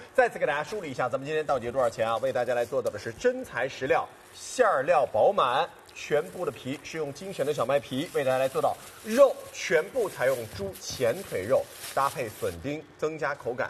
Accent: Shanghai, China

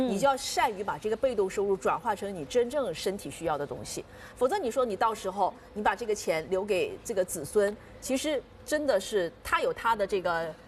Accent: China; 因为我们中国人是特别爱存钱的，

